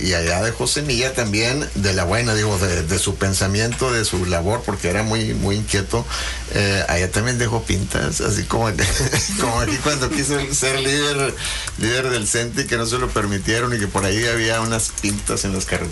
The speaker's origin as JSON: {"language": "Spanish", "town": "Madera", "region": "Chihuahua", "country": "Mexico", "tie": "born or raised there", "said": "colonia agrícola, ganadera y forestal de Nicolás Bravo, en el municipio de Madera, Chihuahua, donde yo soy nativo."}